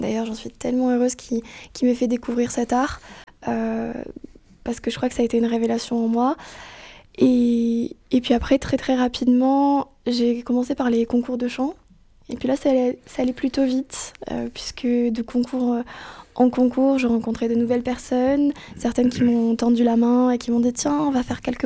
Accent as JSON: {"language": "French", "town": "Nîmes", "region": "Occitanie", "country": "France", "tie": "born there", "said": "Je suis née à Nîmes"}